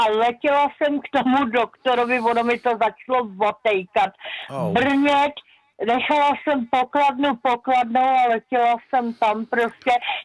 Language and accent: Czech; Prague, Czechia; já jsem původem z Prahy a bejvala jsem v Podolí na pokladně